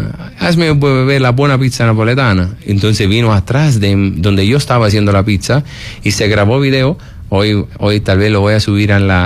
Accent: Italy; moved away; yo soy italiano

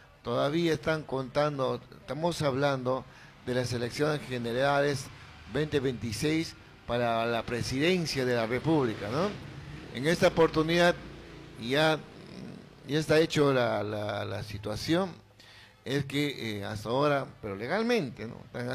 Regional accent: Peru; nosotros como peruanos tenemos que ser solidarios con todos.

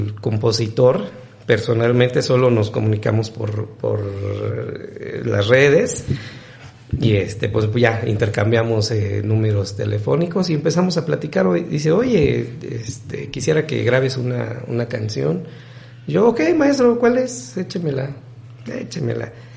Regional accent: Totontepec, Oaxaca, Mexico; Soy de Totontepec, soy de la sierra.

